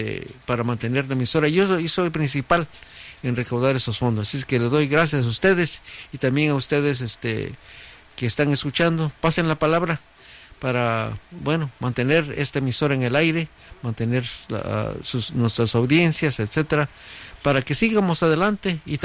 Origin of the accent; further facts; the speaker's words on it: Huajuapan de León, Oaxaca, Mexico; now in Fresno, United States; de Miltepec y Tixtepec, Uajuapan de León, Oaxaca, que está en la carretera entre Uajuapan de León y Tehuacán, Puebla, cerca de Chazumba. De allá soy yo